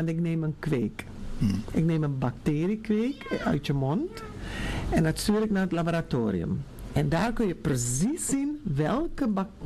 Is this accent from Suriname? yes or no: yes; Suriname; now in Amsterdam, Netherlands; Ik ben zelf Surinamer. Ik woon zelf in de Bijlmer. Ik werk in de Bijlmer.